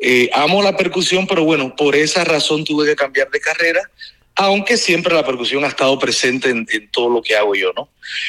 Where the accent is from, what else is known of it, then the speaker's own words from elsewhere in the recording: Cuba; moved away as an adult; now in United States; Pues mira, yo soy cubano. Ya llevo ya unos años acá en Estados Unidos.